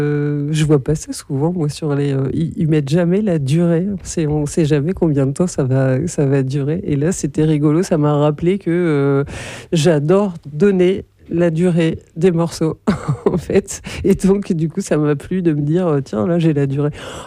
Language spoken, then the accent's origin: French; Normandy, France; quand j'ai grandi dans l'Orne, en fait, il n'y avait pas grand-chose.